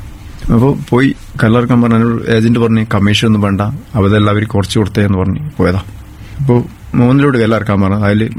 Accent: Maloor, Kerala, India; വീട് മാലൂരാണ്, മാലൂർ കപ്പറ്റപ്പയിൽ.

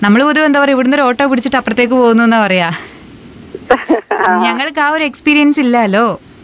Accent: Kannur, Kerala, India; ഞങ്ങൾ ഇങ്ങോട്ട് കണ്ണൂരൊക്കെയുള്ള ആൾക്കാർക്ക്

